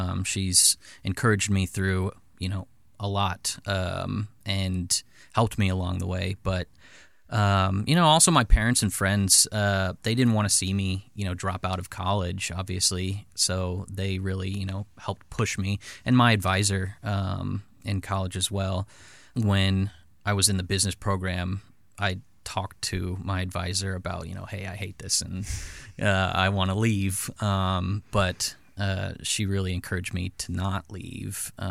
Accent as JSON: {"language": "English", "town": "O'Fallon", "region": "Missouri", "country": "United States", "tie": "born or raised there", "lives_now": "Godfrey, United States", "said": "Yeah, so I grew up in the St. Louis metro area, O'Fallon, Missouri. And my wife also is from this area. We live in Godfrey now, so somewhat, you know, close by."}